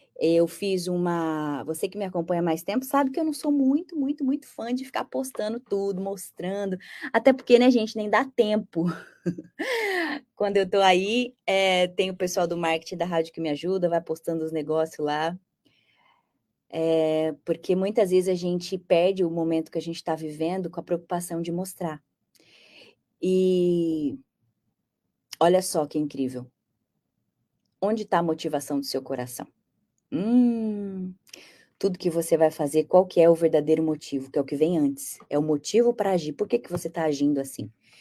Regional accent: Brazil; sou brasileira com muito orgulho.

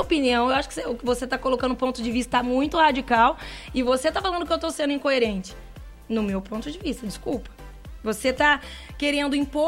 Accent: Brazil; Eu sou brasileira.

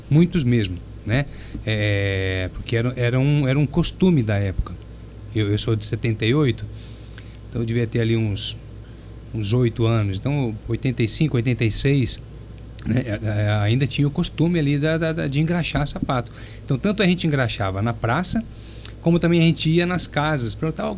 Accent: Monte Alto, São Paulo, Brazil; nascido e criado em Monte Alto

